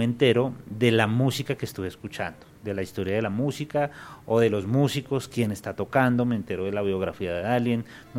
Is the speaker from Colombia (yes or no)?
yes; Colombia; a mi país, soy colombiano, hago bambucos